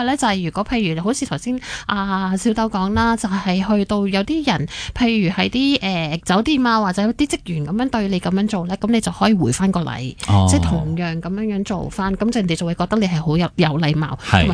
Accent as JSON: {"language": "Cantonese", "country": "Hong Kong", "said": "同我哋香港人或者中國人好相似"}